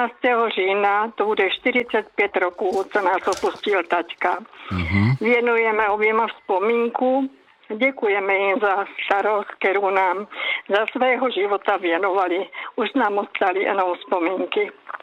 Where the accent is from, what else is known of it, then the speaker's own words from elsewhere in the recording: Kostice, South Moravian Region, Czechia; now in Lanžhot, Czechia; Já jsem původem z Kostic a bývám v Lanžhotě.